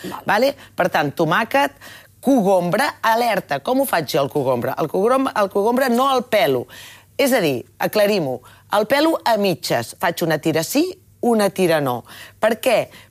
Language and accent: Catalan; Catalonia, Spain; perquè jo soc vallesana, del Vallès, i al Vallès sempre hem dit síndria. També diem pues i coses així